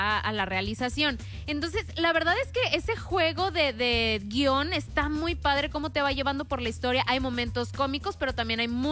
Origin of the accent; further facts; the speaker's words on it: Mexico; lo que nos distingue como mexicanos.